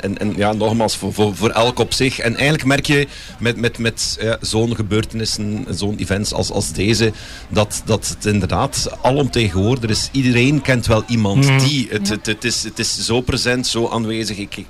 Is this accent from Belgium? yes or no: yes; Boezinge, Flanders, Belgium; ik ben van Boezing afkomstig, en dan langs kleine landelijke wegen